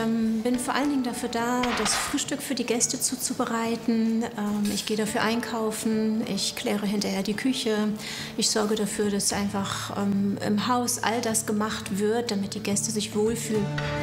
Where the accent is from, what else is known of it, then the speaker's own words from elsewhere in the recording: Kiel, Schleswig-Holstein, Germany; ich komme aus Kiel